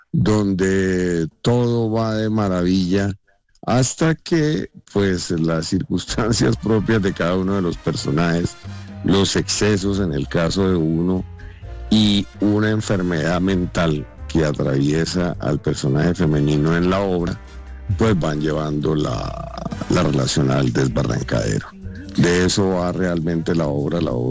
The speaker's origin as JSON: {"language": "Spanish", "town": "Tocaima", "region": "Cundinamarca", "country": "Colombia", "said": "solo que pues por mi origen, yo soy de un pueblo, soy de Tocaima"}